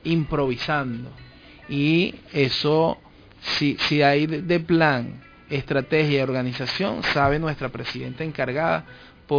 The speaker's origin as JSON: {"language": "Spanish", "country": "Venezuela", "said": "yo creo que hay dos cosas que nos define como venezolanos"}